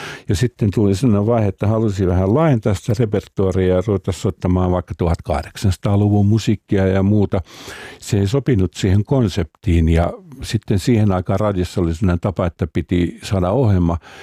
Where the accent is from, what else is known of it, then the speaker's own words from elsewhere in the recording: Salo, Southwest Finland, Finland; jota mä kuuntelin jo pikkupoikana Salossa